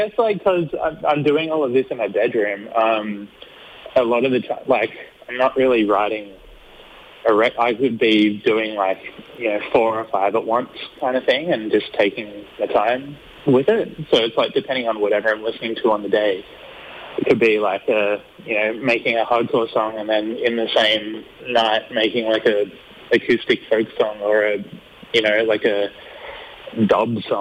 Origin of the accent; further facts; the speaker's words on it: New South Wales, Australia; I grew up in New South Wales.